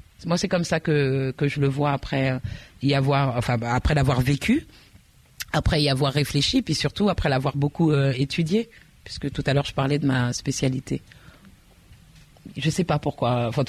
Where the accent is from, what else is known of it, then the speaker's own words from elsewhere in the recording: Paris, Île-de-France, France; moi je suis parisienne